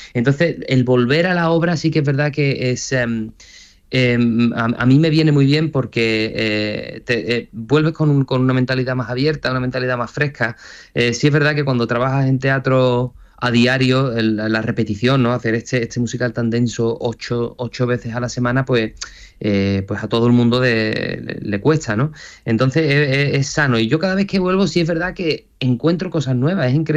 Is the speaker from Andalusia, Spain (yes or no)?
yes; Seville, Andalusia, Spain; now in England; cada vez que yo digo aquí que soy de Sevilla, lo primero que me dicen aquí son las naranjas, ¿sabes? Porque aquí en Inglaterra lo que es famoso de Sevilla son las naranjas.